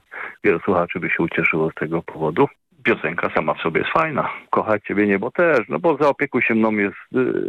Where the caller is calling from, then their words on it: Kalisz, Greater Poland Voivodeship, Poland; z Kalisza.